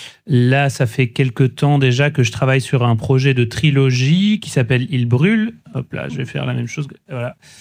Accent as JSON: {"language": "French", "region": "Brussels", "country": "Belgium", "said": "Non, j'ai oublié de dire que je venais de Bruxelles, voilà."}